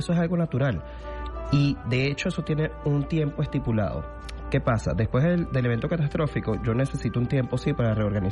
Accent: Venezuela; Nosotros como sociedad venezolana somos dos cosas importantísimas.

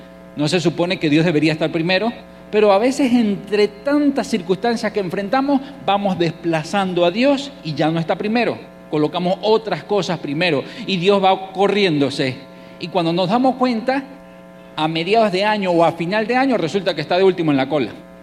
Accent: Mérida, Venezuela; moved away; yo vengo de Mérida, donde el catolicismo es muy fuerte

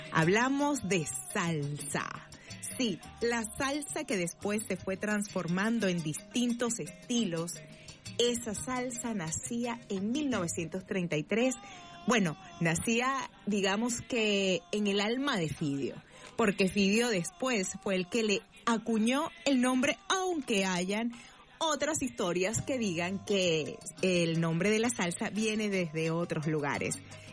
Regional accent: Venezuela; me suena a todo lo que somos los latinoamericanos y en especial los venezolanos, que sí, vale, sí somos los padres del nombre de la salsa.

